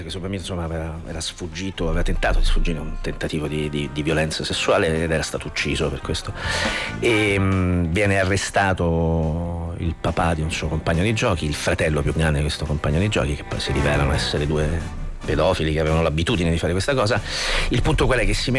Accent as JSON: {"language": "Italian", "town": "Rome", "region": "Lazio", "country": "Italy", "tie": "born or raised there", "said": "Io sono di Ostia, questo non è un mistero, sono nato e cresciuto ad Ostia, che è una città nella città, è grande come Reggio Emilia, in quartiere, no, è grande come Reggio Emilia, quindi aveva un suo giornale, una sua TV."}